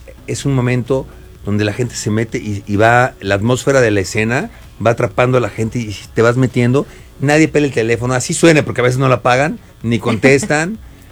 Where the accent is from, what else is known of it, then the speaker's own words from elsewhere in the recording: Querétaro, Mexico; yo soy de Querétaro